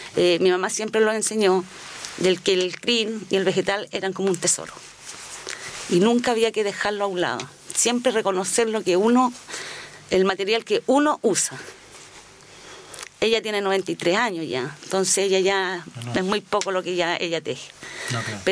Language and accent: Spanish; Panimávida, Maule, Chile; born there; also born or lived in Rari; pero más de acá de Panimávida, yo nací más aquí en Panimávida.